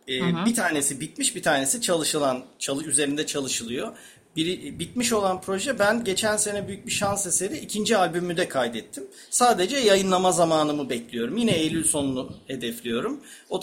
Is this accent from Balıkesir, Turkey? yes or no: yes; Balıkesir, Turkey; Ben de Balıkesirliyim bu arada.